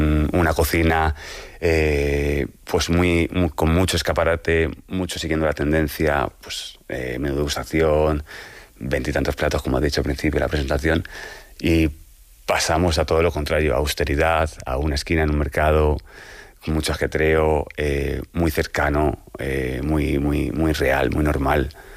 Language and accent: Spanish; Brunete, Community of Madrid, Spain; born or raised there